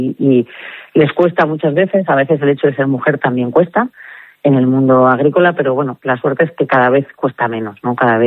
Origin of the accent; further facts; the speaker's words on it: Madrid, Community of Madrid, Spain; moved away; yo sí en su momento lo di, hace 20 años me vine de Madrid, y ves que el paso desde luego cuesta, porque tienes tus raíces